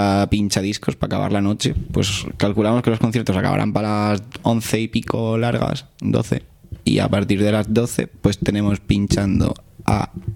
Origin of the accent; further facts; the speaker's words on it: Madrid, Community of Madrid, Spain; born there; Yo, mi secreto es que yo nací en Madrid, pero reniego de ello.